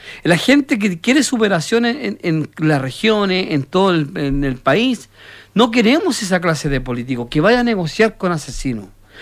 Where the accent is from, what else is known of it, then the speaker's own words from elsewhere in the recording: Chile; nosotros los chilenos tenemos una proyección más alta.